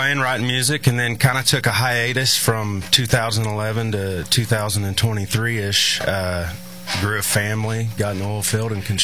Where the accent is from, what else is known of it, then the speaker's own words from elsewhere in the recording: Oklahoma, United States; and growing up in Oklahoma, I think it's pretty special to live here and be a musician